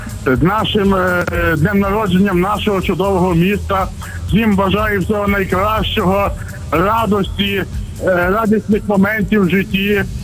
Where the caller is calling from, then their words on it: Ivano-Frankivsk, Ivano-Frankivsk Oblast, Ukraine; вітаю всіх днем міста нашого